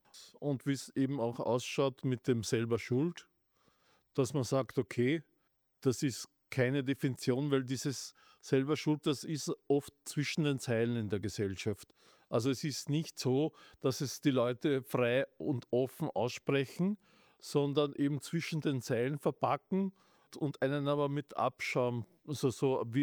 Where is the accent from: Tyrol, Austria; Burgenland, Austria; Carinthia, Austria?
Burgenland, Austria; Stadtschlaining; also born or lived in Vienna; Ich komme aus dem Burgenland, also in Stadt Schleining, dort wo auch die Friedensburg zu Hause ist. Habe lange Zeit in Wien gelebt, bin dann ins Burgenland gezogen.